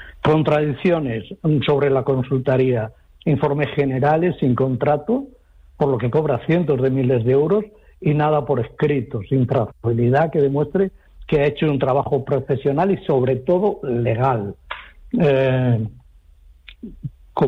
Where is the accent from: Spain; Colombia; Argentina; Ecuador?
Spain; Salamanca, Castile and León; born there; yo nací en Salamanca